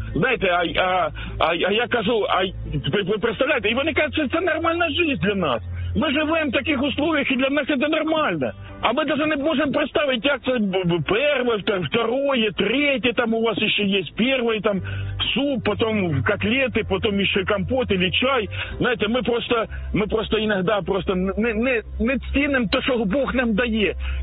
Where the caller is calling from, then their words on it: Kharkiv, Kharkiv Oblast, Ukraine; я із Харкова вас безпокою.